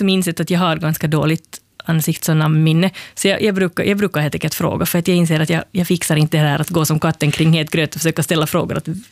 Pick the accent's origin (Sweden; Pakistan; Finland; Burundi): Finland; first language Swedish; Och så berättade jag att jag var från Finland.